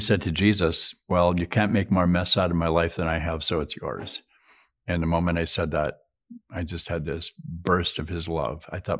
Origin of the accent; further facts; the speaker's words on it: Duluth, Minnesota, United States; including the bishop of my hometown, the Bishop of Duluth.